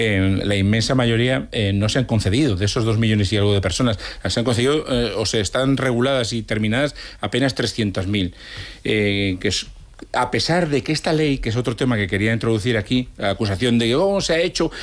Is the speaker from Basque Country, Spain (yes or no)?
no; Galicia, Spain; yo soy gallego